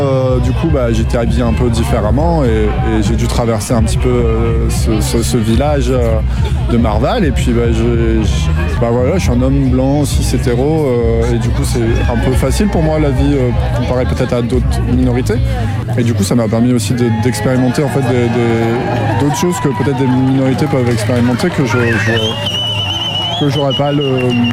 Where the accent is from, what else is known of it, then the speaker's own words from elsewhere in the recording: Chalais, Nouvelle-Aquitaine, France; Je viens de Chalais, en Dordogne du coup.